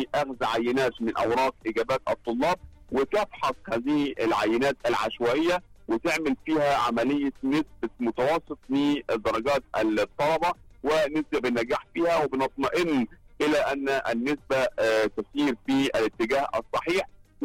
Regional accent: Egypt

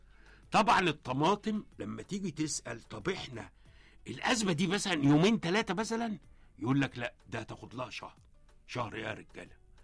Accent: Egypt; احنا دي عادتنا كمصريين

